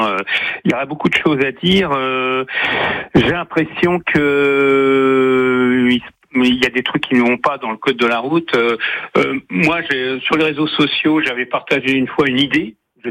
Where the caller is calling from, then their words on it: Nantes, Pays de la Loire, France; Oui, alors je suis de Nantes. J'habite en plein centre de Nantes. Je suis à 20 mètres du tram.